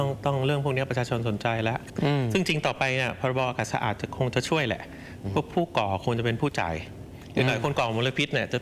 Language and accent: Thai; Bangkok, Thailand; ในฐานะคนกรุงเทพ